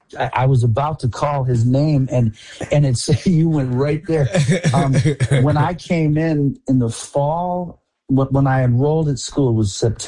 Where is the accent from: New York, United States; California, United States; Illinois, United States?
New York, United States; Binghamton; moved away; I grew up in Binghamton, New York, upstate New York.